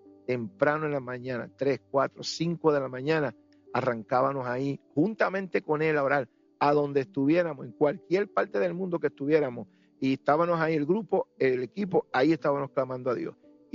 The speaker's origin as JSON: {"language": "Spanish", "town": "Camuy", "country": "Puerto Rico", "tie": "born or raised there", "said": "El hermano Gille era maestro de escuela en mi pueblo, en Camuy, en Puerto Rico."}